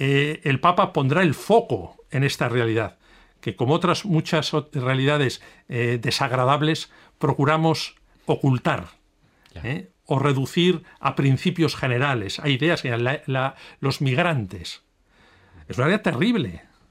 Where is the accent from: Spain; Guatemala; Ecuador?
Spain; La presencia del Papa León XIV en España, para mí personalmente, como español, como obispo, como cristiano, es una enorme alegría